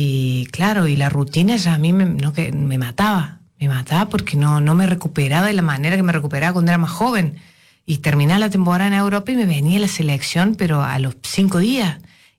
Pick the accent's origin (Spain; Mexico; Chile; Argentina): Argentina; Córdoba; moved away; Córdoba, Argüello.